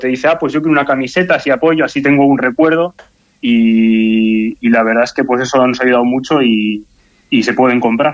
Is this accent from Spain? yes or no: yes; Spain; now in Denmark; sobre todo lo que organizamos somos españoles